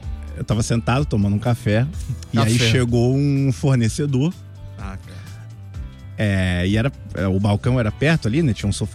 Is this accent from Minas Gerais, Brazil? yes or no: no; Alcântara, Rio de Janeiro, Brazil; Sabe que eu sou cria de Alcântara